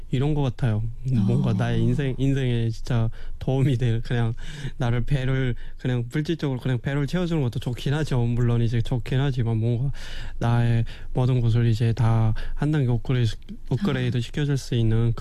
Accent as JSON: {"language": "Korean", "country": "North Korea", "moved": "yes", "lives_now": "South Korea", "said": "제가 북한에서 왔잖아요."}